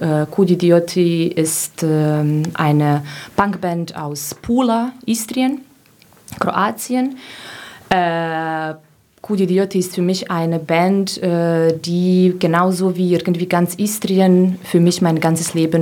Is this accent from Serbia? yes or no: yes; Serbia; dieser Punk-Szene in Belgrad sehr bekannt dafür, dass sie überall in Serbien, auch zum Beispiel in meiner Heimatstadt oder in der Nähe, Konzerte gemacht haben